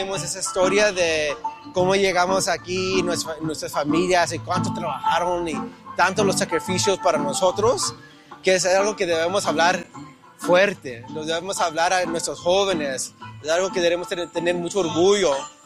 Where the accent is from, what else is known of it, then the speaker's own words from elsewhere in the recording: Visalia, California, United States; Soy de Visalia, California, y también soy hijo de campesinos. Mis papás trabajaron en los campos de aquí del Valle por más de 30 años